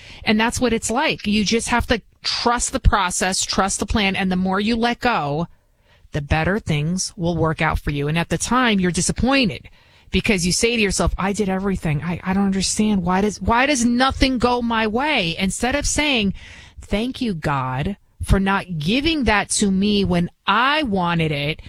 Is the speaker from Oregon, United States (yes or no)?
no; Bronx, New York, United States; English is a second language; from the Bronx. Obviously, you can hear it in my accent, which I've been trying to get rid of, but it's just a part of who I am. And I talk with my hands if you see me on TV. I'm first generation American. I didn't even speak English growing up.